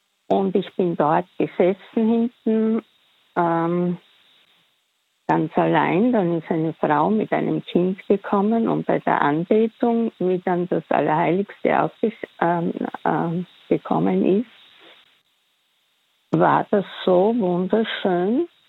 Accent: Styria, Austria; Lukas, wir kennen uns, Herr Kaplan. Ich bin aus der Steiermark.

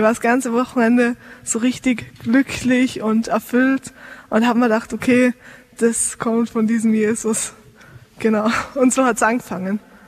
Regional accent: Tyrol, Austria; Und dann schreibe ich halt, ja, aus Tirol.

